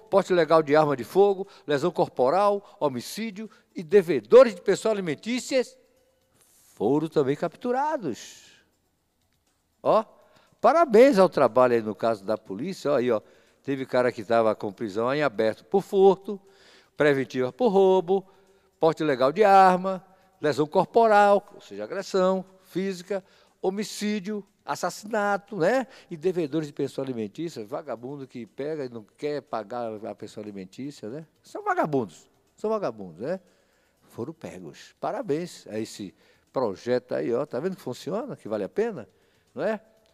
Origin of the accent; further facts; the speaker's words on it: Brazil; nossa solidariedade como brasileiros